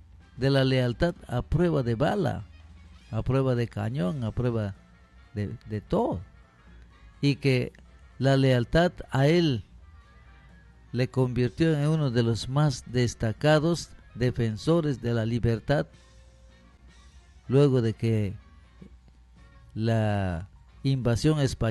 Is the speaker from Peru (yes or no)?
yes; Peru